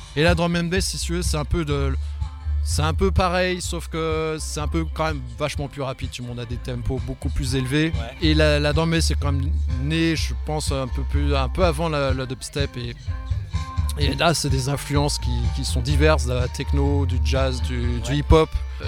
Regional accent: Guadeloupe; moved away as an adult; depuis que je suis arrivé ici, en réalité, depuis les années, début des années 2000. Mais j'ai grandi en Guadeloupe

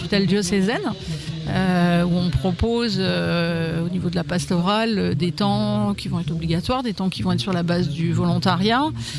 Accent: Cuise-la-Motte, Hauts-de-France, France; Je suis native du secteur, je suis native de Cuisy-la-Motte.

